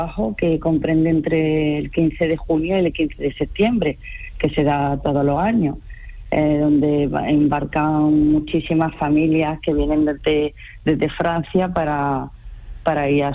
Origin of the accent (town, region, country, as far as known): Linares, Andalusia, Spain; now in Almería, Spain